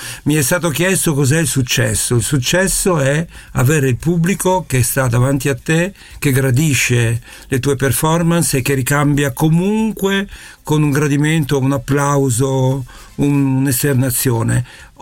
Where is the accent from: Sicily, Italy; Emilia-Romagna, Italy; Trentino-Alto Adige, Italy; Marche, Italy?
Emilia-Romagna, Italy; Parma; now in Los Angeles, United States; perché vengo da Parma.